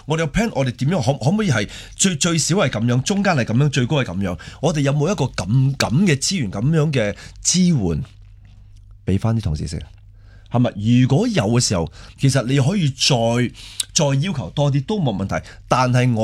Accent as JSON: {"language": "Cantonese", "country": "Hong Kong", "said": "我哋香港人，我哋最中意明码实价系咪？"}